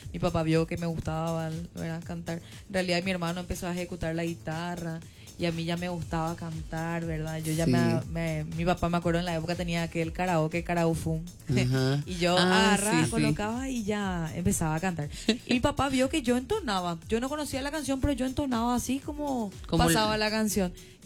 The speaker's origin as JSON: {"language": "Spanish", "town": "Encarnación", "region": "Itapúa", "country": "Paraguay", "moved": "as an adult", "lives_now": "Pedro Juan Caballero, Paraguay", "said": "Yo soy de Encarnación."}